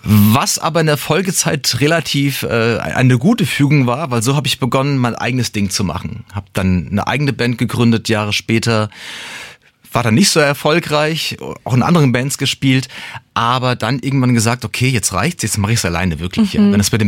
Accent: Frankfurt, Hesse, Germany; now in Mainz, Germany; Ich bin ein Frankfurter Bub im Herzen, bin dort geboren, lange Zeit in dem Bereich aufgewachsen

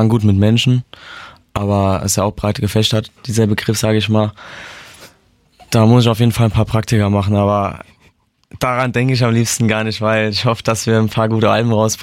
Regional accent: Lorsch, Hesse, Germany; wir sind aus Lorsch, aber wir haben drei Stück sind aus Lorsch. Mein Bruder, Daniel und ich

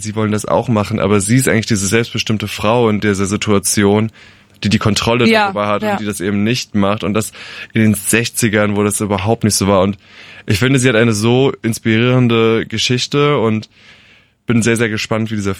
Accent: Rhineland-Palatinate, Germany; Nähe Alzey.

